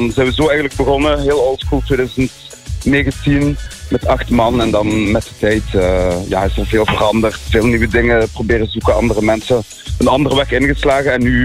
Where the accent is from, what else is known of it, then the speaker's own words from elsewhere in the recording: Houthalen, Flanders, Belgium; We zijn eigenlijk allemaal afkomstig van Houthalen en kennen elkaar wel via vrienden, school, Giro, hier en daar.